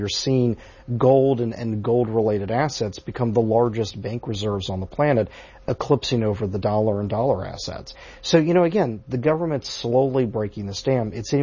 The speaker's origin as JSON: {"language": "English", "town": "Orlando", "region": "Florida", "country": "United States", "said": "Yeah, first of all, I'm from Orlando, so I always appreciate a caller from there as well."}